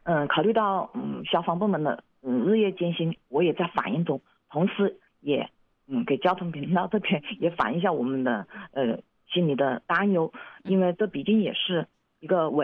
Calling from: Changsha, Hunan, China; 我这是望城区，高汤岭街道

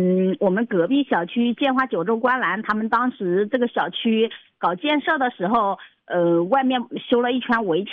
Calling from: Changsha, Hunan, China; 我是这个长沙市雨花区东山街道。

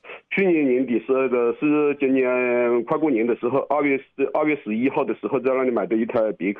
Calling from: Yiyang, Hunan, China; 我是益阳的，

